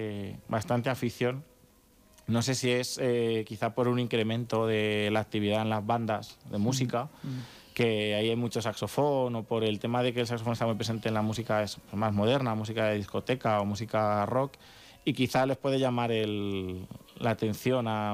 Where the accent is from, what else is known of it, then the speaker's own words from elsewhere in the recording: Pedro Muñoz, Castilla-La Mancha, Spain; se trasladó allá a mi pueblo, a Pedro Muñoz. Ciudad Real.